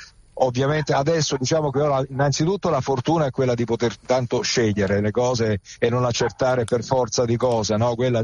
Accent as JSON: {"language": "Italian", "town": "Naples", "region": "Campania", "country": "Italy", "tie": "born or raised there", "also_born_or_lived": "Castellammare di Stabia", "accent": "Neapolitan", "said": "io sono nato a Château-sur-la-Mer, a Castellammare di Stabia."}